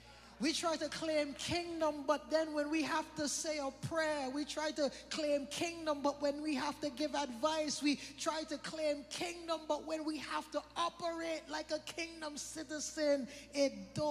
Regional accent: British Virgin Islands; moved away; I'm proud from the BVI.

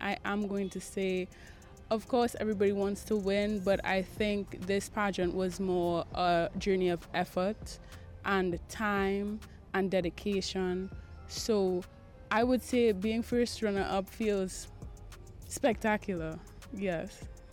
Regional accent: Port of Spain, Trinidad & Tobago; I'm from Port of Spain, yes.

